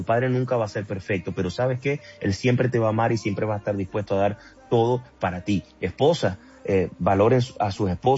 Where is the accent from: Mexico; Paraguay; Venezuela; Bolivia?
Venezuela; oro por el país hermano de Colombia, yo soy venezolano, uh-huh.